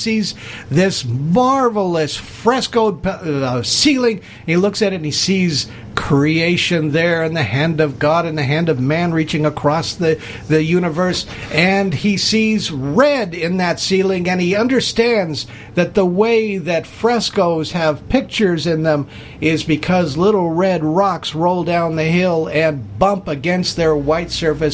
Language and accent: English; Los Angeles, California, United States; born or raised there